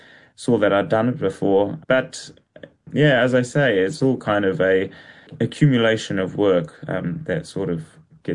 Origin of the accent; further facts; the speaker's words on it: Wellington, New Zealand; I grew up in Wellington.